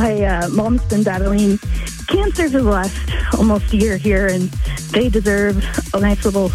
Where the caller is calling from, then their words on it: Sumas, Washington, United States; I'm calling from Sumas.